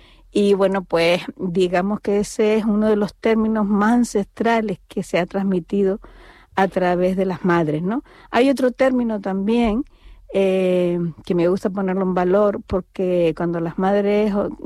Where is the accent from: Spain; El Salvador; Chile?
Spain; Canary Islands; la lengua que hablamos hoy en día, que es el español de Canarias